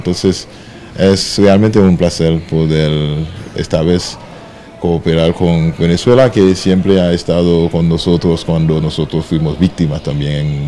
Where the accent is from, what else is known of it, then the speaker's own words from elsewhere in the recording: Haiti; somos la delegación de Haití